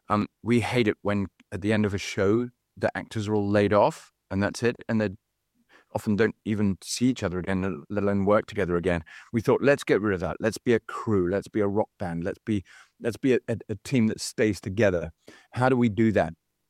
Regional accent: England, United Kingdom; moved away as an adult; also born or lived in China / Europe; now in Australia; Certainly I'm English and coming to Australia

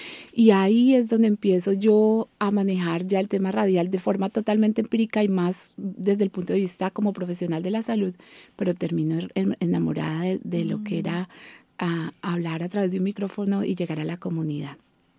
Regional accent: Colombia; moved away as an adult; now in Adelaide, Australia; yo soy una colombiana que llegó a Adelaida hace 16 años. Llevo 16 años viviendo aquí con mi familia.

